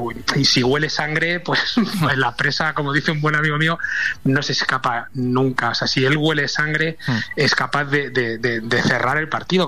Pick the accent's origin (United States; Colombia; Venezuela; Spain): Spain; Leganés, Community of Madrid; yo también soy de Leganés